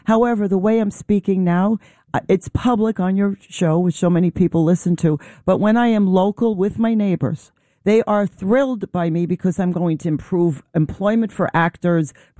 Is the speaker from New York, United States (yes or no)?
yes; Brooklyn, New York, United States; born there; I love it. I love that I was born in Brooklyn.